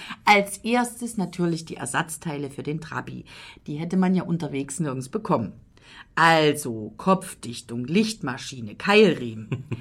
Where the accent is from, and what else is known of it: East Germany, Germany